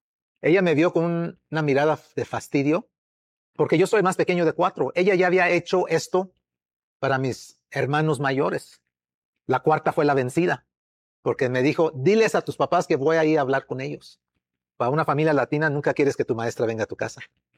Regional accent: Mexico; now in United States; Pero más mexicano no puedo ser. Yo siempre les digo a la gente, si no creen que soy mexicano, miren el bigote y el nopal que tengo en la frente. Más, por favor, más mexicano no puedo ser. Puro purépeche es lo que somos nosotros.

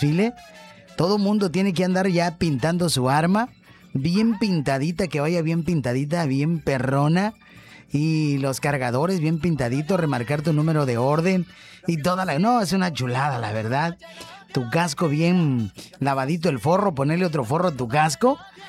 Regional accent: Mexico; Es una bonita experiencia como mexicano.

